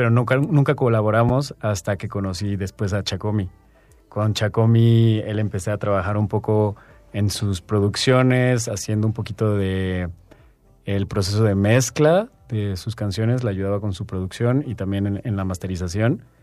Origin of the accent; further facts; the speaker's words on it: Mexico; aquí orgullosamente mexicano también.